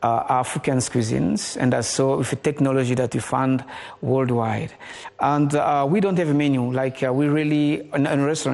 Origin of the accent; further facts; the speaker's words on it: Germany; born or raised there; moved away